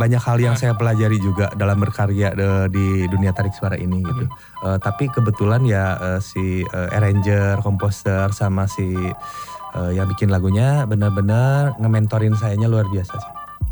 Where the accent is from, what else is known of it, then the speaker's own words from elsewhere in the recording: Bandung, West Java, Indonesia; Braga meskipun kita orang Bandung ya